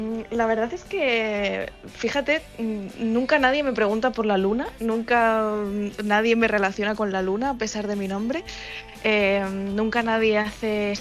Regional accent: Almería, Andalusia, Spain; yo me crié en Almería

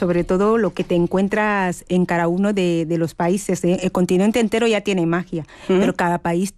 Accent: Equatorial Guinea; Al margen de que yo sea guineana, hablamos como en conjunto, como africana en general

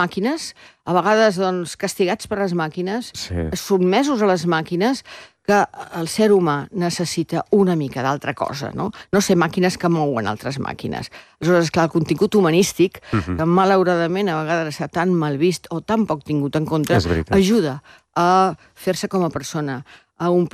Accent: Llançà, Catalonia, Spain; I aleshores soc de Llanza.

